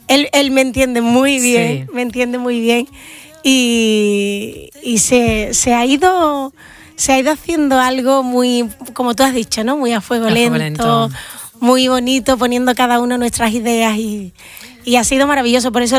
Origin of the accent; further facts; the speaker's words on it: San José de la Rinconada, Andalusia, Spain; estoy en mi pueblo, San José de la Rinconada, el 4 de junio.